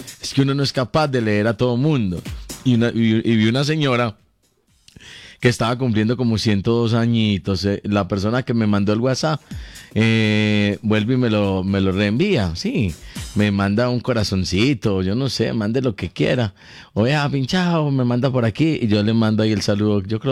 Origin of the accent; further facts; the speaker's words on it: Marinilla, Antioquia, Colombia; Qué rico que vas para mi pueblo natal. Soy oriunda de Marinilla.